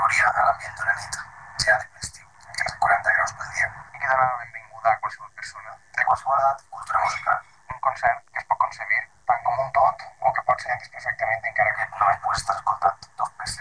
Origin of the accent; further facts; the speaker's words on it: Pego, Valencian Community, Spain; born there; al meu poble, a Pego